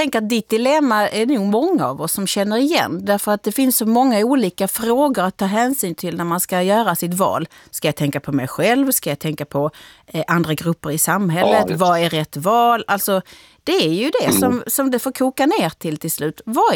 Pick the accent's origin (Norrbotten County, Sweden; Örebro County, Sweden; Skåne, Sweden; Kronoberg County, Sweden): Skåne, Sweden; Malmö; Jag kommer dock från Malmö